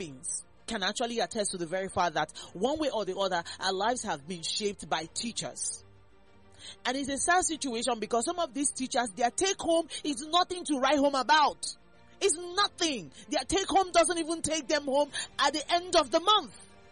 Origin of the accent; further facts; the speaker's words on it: Nigeria; as a Nigerian